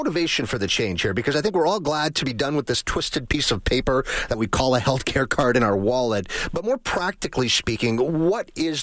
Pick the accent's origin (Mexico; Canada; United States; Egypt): Canada; What tangibly does this provide me as a Canadian citizen?